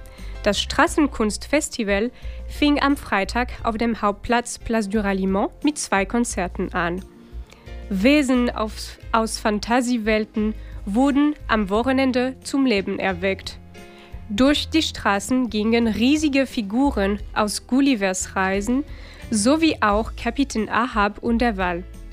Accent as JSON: {"language": "German", "region": "Brittany", "country": "France", "said": "Also ich glaube, es ist jetzt bewusst, dass meine Heimat in Frankreich die Bretagne ist."}